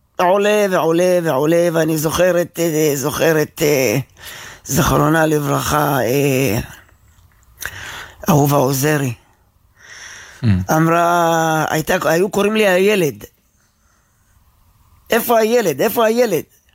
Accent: Rosh HaAyin, Central District, Israel; ילד שבא מראש העין

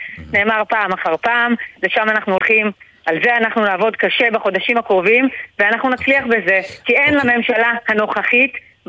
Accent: Migdal HaEmek, Northern District, Israel; אני גדלתי במגדל העמק, אבא שלי היה פעיל ליכוד, אמא שלי הייתה אחות והסתדרו בקופת חולים כללית

